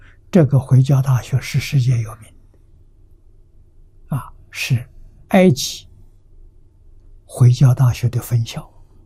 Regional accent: China; 我们中国人看到外国人在起步了

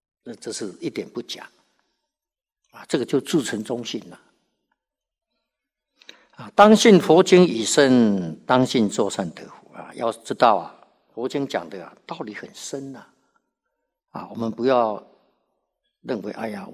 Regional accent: China; 我们中国人呐

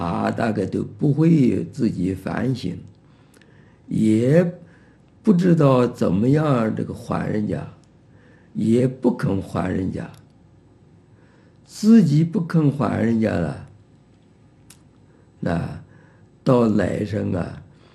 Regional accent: China; 过去啊，我们中国人都知道，不要接受人家的这个不义之财。

